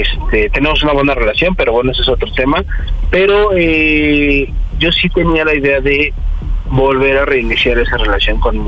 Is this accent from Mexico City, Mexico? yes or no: yes; Iztapalapa, Mexico City, Mexico; Tengo 36 años y soy de Iztapalapa.